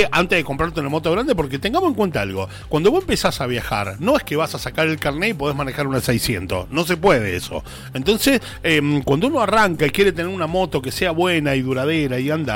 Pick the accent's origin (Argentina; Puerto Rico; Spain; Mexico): Argentina; San Luis; Yo soy de San Luis, ustedes están en Villa Mercedes, ¿les puedo comprar una moto?